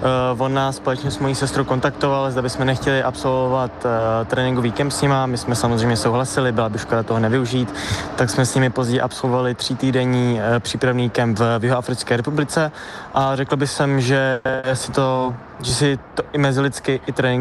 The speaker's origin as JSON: {"language": "Czech", "town": "České Budějovice", "region": "South Bohemian Region", "country": "Czechia", "said": "Já jsem z Českých Bojovic, Luje z Tábora"}